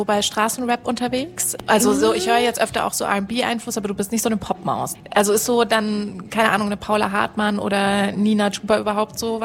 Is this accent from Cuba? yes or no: no; Switzerland; ich komme ja auch aus der Schweiz und da kommen auch gerade so geile auch weibliche Künstlerinnen nach und so.